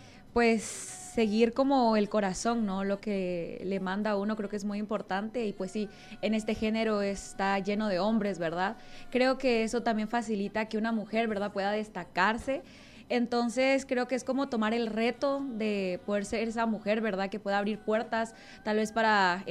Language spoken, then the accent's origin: Spanish; Guatemala; moved away; yo soy de Oriente, allá en mi país